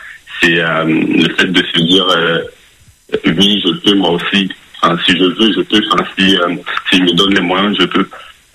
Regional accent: Côte d’Ivoire; moved away; moi je viens de Côte d'Ivoire. Moi, j'ai grandi dans une ville où il n'y avait pas de cinéma.

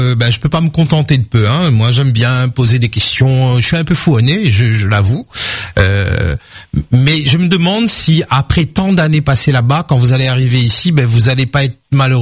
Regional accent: Réunion; moi, je suis réunionnais dans l'âme, dans le fond, dans l'ADN, dans tout ce que vous voulez, moi, je défends mon île comme pas deux

